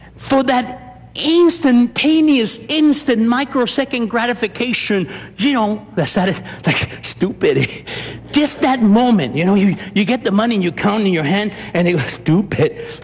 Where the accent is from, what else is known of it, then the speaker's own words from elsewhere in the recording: Montebello, California, United States; I'm from Montebello.